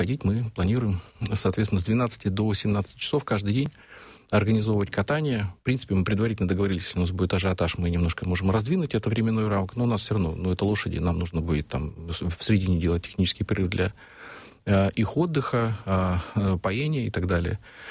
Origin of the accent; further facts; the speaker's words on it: Siberia, Russia; now in Moscow, Russia; Я родился и вырос в Сибири.